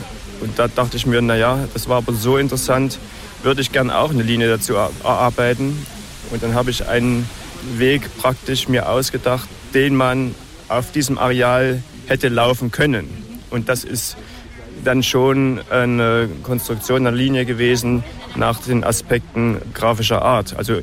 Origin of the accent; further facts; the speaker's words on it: Thuringia, Germany; Hatte 2005 in meiner Heimat in Thüringen eine Straßenwanderung gemacht